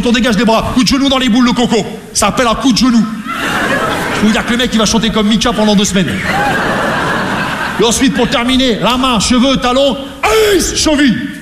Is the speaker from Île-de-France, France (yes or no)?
no; Rouen, Normandy, France